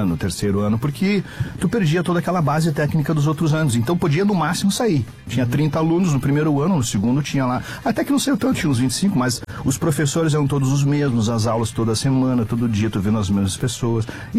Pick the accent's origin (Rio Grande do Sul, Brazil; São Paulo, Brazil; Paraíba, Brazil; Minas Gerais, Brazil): Rio Grande do Sul, Brazil; Carazinho; lá na minha cidade, em Carazinho.